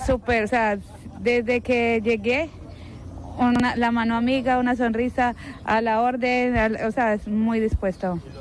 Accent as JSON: {"language": "Spanish", "country": "Colombia", "moved": "yes", "lives_now": "Spain", "said": "Soy colombiana. Uh-huh. Hace 7 años que estoy acá en España."}